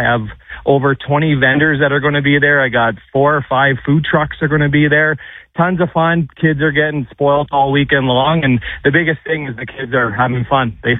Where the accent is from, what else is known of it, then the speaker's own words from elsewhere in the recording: Kinnersley, Saskatchewan, Canada; this idea that happened 3 years ago in my hometown of Kinnersley, Saskatchewan